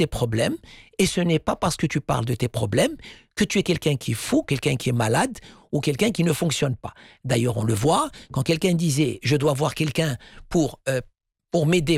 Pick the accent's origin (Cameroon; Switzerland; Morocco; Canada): Morocco; Un exemple chez nous au Maroc